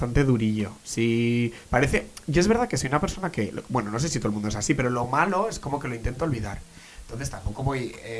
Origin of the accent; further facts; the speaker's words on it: Irun, Basque Country, Spain